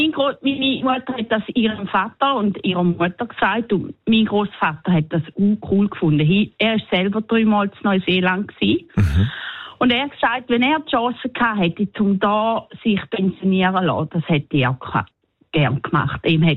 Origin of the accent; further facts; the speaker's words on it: Switzerland